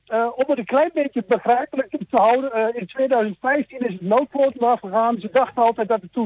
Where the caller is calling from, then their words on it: Voorst, Gelderland, Netherlands; Uit het pittoreske dorpje Voorst.